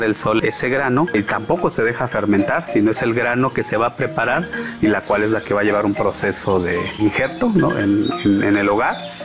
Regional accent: Tanetze de Zaragoza, Oaxaca, Mexico; provengo de la comunidad de Tanetze, Zaragoza, el lugar en donde producimos y vivimos con el café.

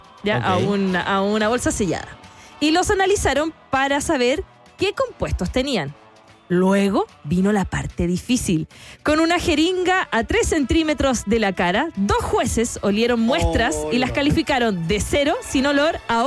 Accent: Chile; Vamos a llegar lejos, Pablo. Somos el futuro de Chile.

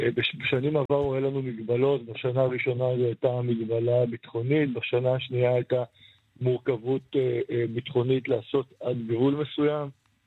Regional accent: Ofakim, Southern District, Israel; אני מאופקים

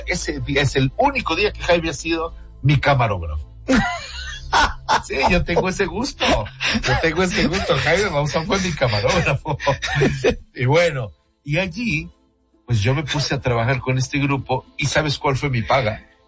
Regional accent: Mexico; yo soy totalmente mariano. Soy mexicano total.

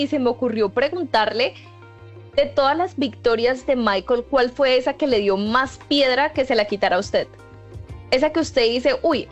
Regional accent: Bucaramanga, Santander, Colombia; nosotros somos como medio costeños, pero... Estamos ahí como en la borde. No somos costeños de agua dulce, pero estamos ahí en el borde.

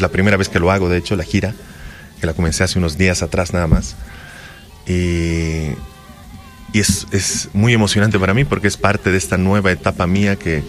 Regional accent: Santa Cruz de la Sierra, Santa Cruz, Bolivia; De hecho, yo vengo de Santa Cruz, que es bastante cálido, es trópico, entonces el clima es entre 28 y 35 todo el año.

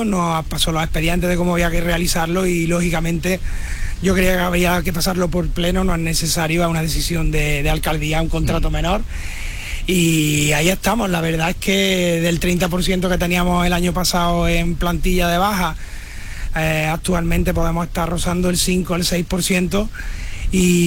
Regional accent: Garrucha, Andalusia, Spain

